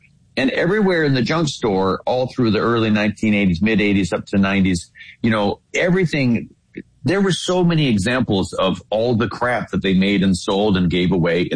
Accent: Virginia, United States; Well, you know, all the presidents were from my region, and I went to, you know, many of their homes, three presidential homes.

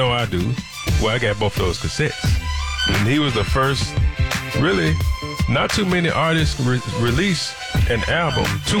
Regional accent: Tennessee, United States; I'm from the South. I'm from Tennessee.

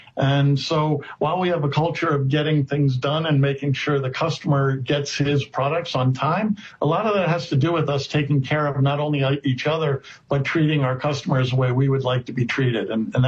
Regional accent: Pennsylvania, United States; born or raised there

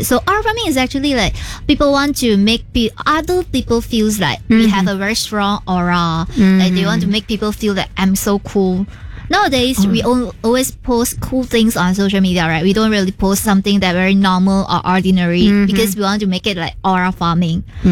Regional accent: Malaysia; as a Malaysian

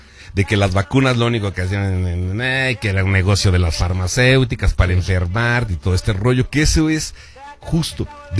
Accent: Mexico

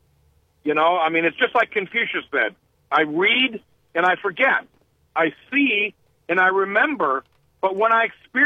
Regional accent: United States

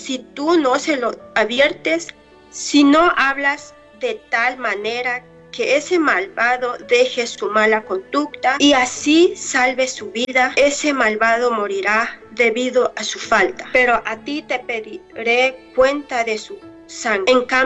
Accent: Chitumacla, Guerrero, Mexico; now in Arkansas, United States; Yo soy de aquí, de la comunidad de Arkansas, pero yo vengo de México, Guerrero. Vengo de un pueblito llamado Chitumacla

